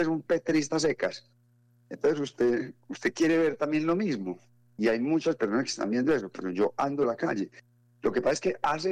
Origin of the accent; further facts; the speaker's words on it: Ciudad Bolívar, Antioquia, Colombia; born there; Yo no nací en Dosquedá, yo nací en un municipio que se llama Ciudad Bolívar, Antioquia.